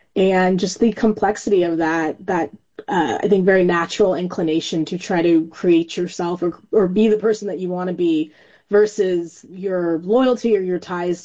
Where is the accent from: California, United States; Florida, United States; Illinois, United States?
California, United States; I'm from California